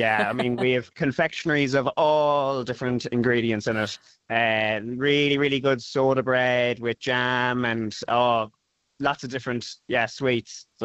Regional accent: County Sligo, Ireland; I'm from County Sligo.

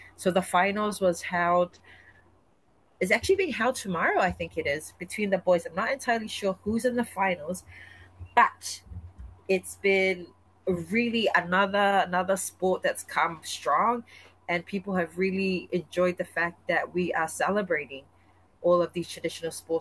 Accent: Samoa; We're from Fasoia Limanu

